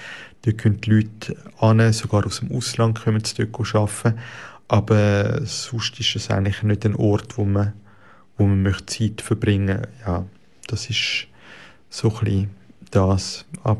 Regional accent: Switzerland; egal jetzt bei uns in der Schweiz oder eben in Paraguay im Chaco.

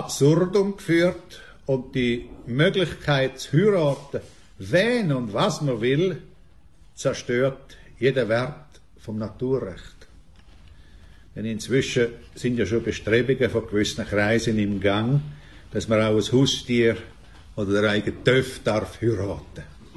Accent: Altstätten, St. Gallen, Switzerland; ich komme aus Altstädten, und Altstädten war damals ein Jahr lang in der ACB.

